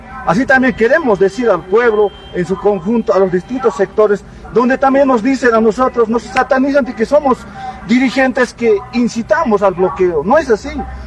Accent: Bolivia

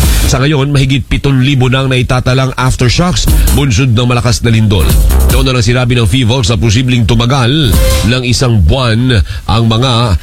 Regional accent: Bacolod, Negros Island Region, Philippines; Eh, ang balita ko dyan sa amin sa Bacolod, mayung aga sa mga taga Negros.

